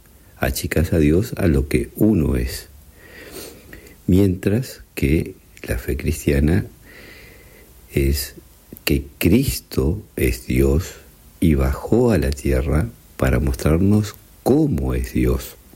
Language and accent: Spanish; Uruguay; como uruguayos muchas veces nos pasa que decimos creo a mi manera